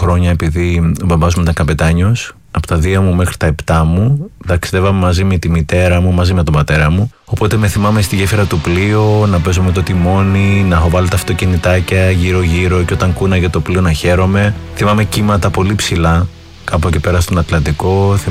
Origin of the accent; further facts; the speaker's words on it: Athens, Attica, Greece; Γεννήθηκα στην Αθήνα. Οι γονείς μου καταγόνται από τη Χίο. Μεγάλωσα στην Αθήνα.